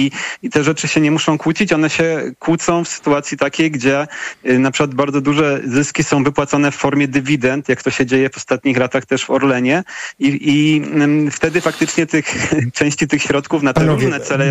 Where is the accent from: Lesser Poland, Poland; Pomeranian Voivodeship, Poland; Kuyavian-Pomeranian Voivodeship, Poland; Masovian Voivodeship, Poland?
Lesser Poland, Poland; Kraków; gdzie no, ja akurat pochodzę z Krakowa, w tym roku mieliśmy podwyżkę cen biletów, sporo ludzi się przesiadło na samochody.